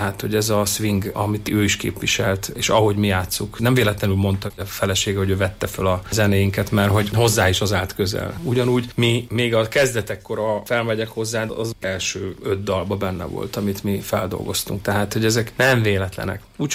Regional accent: Paks, Tolna, Hungary; born there; egy gyerekként Pakson

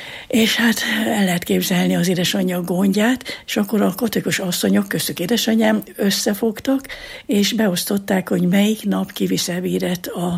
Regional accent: Szikszó, Borsod-Abaúj-Zemplén, Hungary; born there; történetesen Szikszón születtem, tehát az ottani kisvárosba

